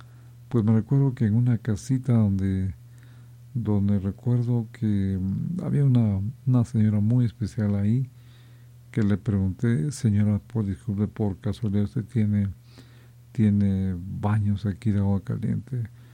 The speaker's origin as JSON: {"language": "Spanish", "town": "Tejutla", "region": "Chalatenango", "country": "El Salvador", "said": "Yo soy de Tejutla."}